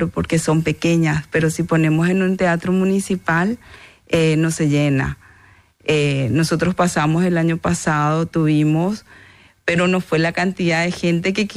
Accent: Paraguay; nosotros como ciudadanos paraguayos debemos de seguir teniendo esta cultura, esta técnica tiene que seguir adelante.

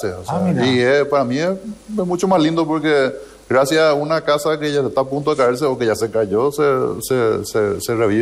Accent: Paraguay; a mí como paraguayo

